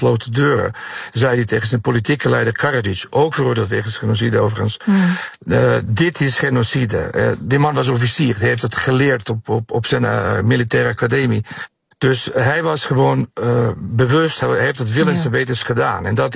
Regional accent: Kozarac, Republika Srpska, Bosnia & Herzegovina; Dutch is a second language; moved away as an adult; now in Netherlands; Ik groeide op in een plaatsje in het noordwesten van Bosnië, Kozarac, in gemeente Prijedor.

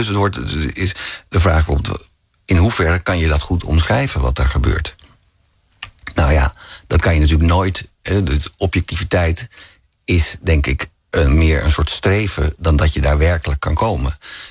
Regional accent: Netherlands

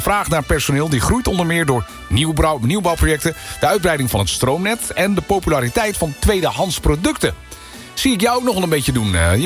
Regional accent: Netherlands; daarvan zijn we Nederlanders.

